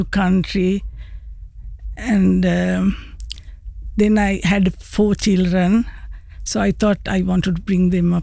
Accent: Negombo, Western Province, Sri Lanka; moved away as an adult; now in London, United Kingdom; It's a small town called Negambu, a coastal area. So I grew up in Negambu, and I have six siblings in my family. So I moved to London 1984.

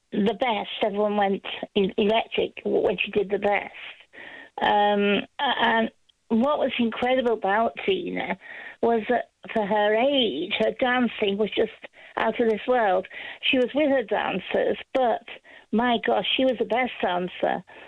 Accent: Northwich, North West England, United Kingdom; now in Anglesey, United Kingdom; from Norwich in Cheshire, my hometown

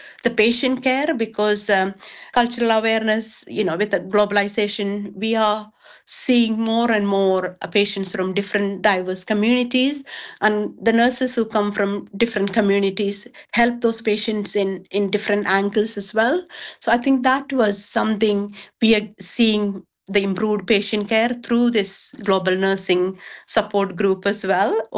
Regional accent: India; moved away as an adult; now in United Kingdom; I came from India and I didn't have those challenges.

